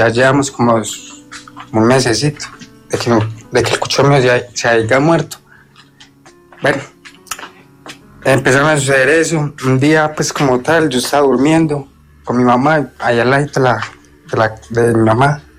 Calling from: Antioquia, Colombia; Desde el municipio de Tania, Antioquia.

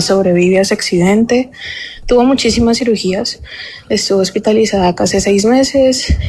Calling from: Cali, Valle del Cauca, Colombia; Desde Cali.

